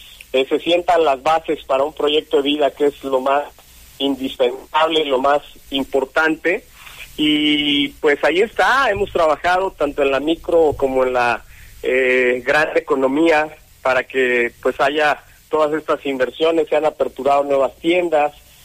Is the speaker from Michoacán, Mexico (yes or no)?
yes; Zitácuaro, Michoacán, Mexico; Todos somos embajadores de Zitácuaro